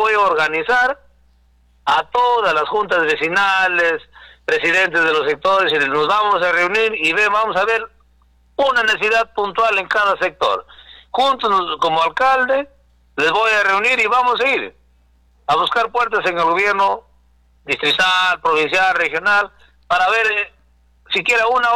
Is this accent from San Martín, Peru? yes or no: yes; Naranjillo, San Martín, Peru